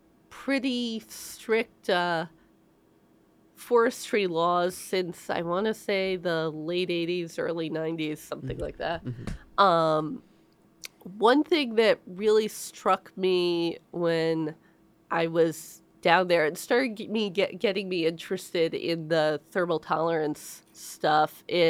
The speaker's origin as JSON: {"language": "English", "town": "St. Louis", "region": "Missouri", "country": "United States", "tie": "born or raised there", "also_born_or_lived": "Costa Rica", "moved": "as an adult", "said": "I grew up around St. Louis"}